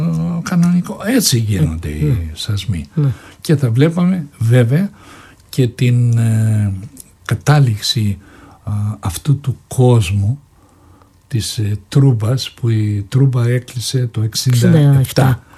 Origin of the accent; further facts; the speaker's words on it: Anogeia, Crete, Greece; ξεχυλίζουν τώρα να παίξω στο χωριό μου και να κάνω και τον πιο εμβληματικό ήρωα του χωριού που μεγαλούργησε … που τον έζησα, τον πατέρα του, τον έζησα.